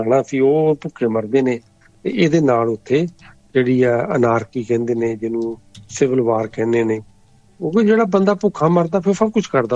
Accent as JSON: {"language": "Punjabi", "town": "Amritsar", "region": "Punjab", "country": "India", "tie": "born or raised there", "moved": "as an adult", "said": "ਮੈਂ ਵੀ ਉਸੇ ਤੇ ਜੰਮਿਆ ਪੜਿਆ, 22 ਸਾਲ ਤੱਕ ਮੈਂ ਉੱਥੇ ਰਿਹਾ"}